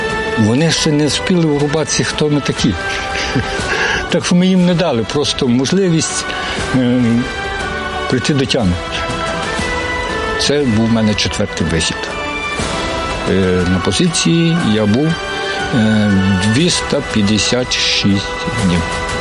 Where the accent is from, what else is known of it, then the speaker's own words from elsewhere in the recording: Lokitka, Ivano-Frankivsk Oblast, Ukraine; Я сам родом з Прикарпаття, Івано-Франківська область, Тумський район, село Локітка. Хоча мені зараз 58-й пішов, поки що в селі.